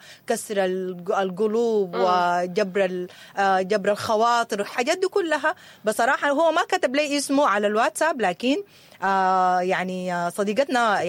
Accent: Sudan; هل نحن محتاجين مناهجنا تكون متغيرة ومتجددة على حسب الواقع اللي نحن عشناه، خاصة كسودانيين في المراحل اللي نحن مرينا بيها من حرب وأذية وخطابات كراهية والعنصرية؟

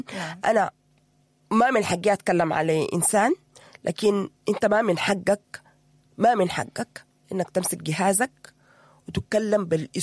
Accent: Sudan; لكن احنا كمرأة سودانية خلاص اتزوجتي

